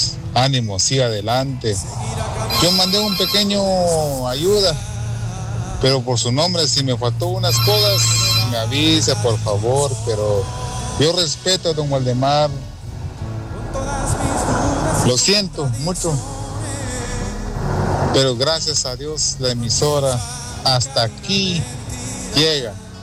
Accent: San Pedro Carchá, Alta Verapaz, Guatemala; now in St. Louis, United States; en San Luis, Missouri, Estados Unidos. Soy nativo de San Pedro Cachá

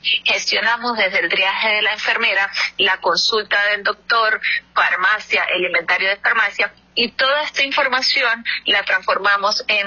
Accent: Táchira, Venezuela; nosotros somos del estado de Táchira

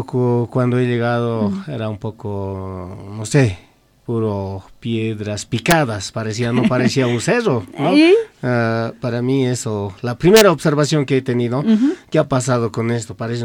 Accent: Oruro, Bolivia; soy de los pueblos Urus del Lago Popó.

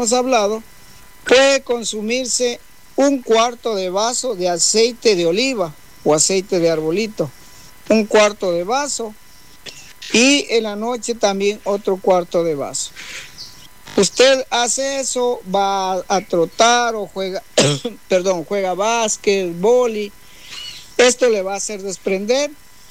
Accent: Shushufindi, Sucumbíos, Ecuador; soy de Chuchufindi, en el sector de General Farfán, una parroquia que ya esto es frontera con Colombia.

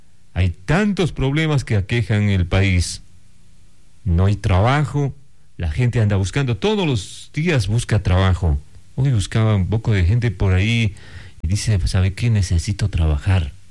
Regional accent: Ecuador; lo que anhelamos como ecuatorianos es que nuestro país cambie de rumbo.

